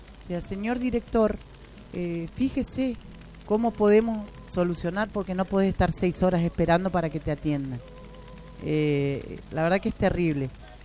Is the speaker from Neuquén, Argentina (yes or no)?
yes; Junín de los Andes, Neuquén, Argentina; como juninense que soy, nacida y criada acá en Junín de los Andes